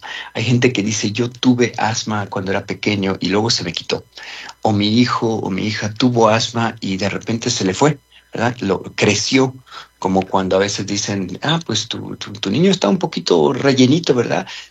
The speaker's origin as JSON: {"language": "Spanish", "country": "Mexico", "tie": "born or raised there", "moved": "yes", "lives_now": "United States", "said": "Yo crecí en México"}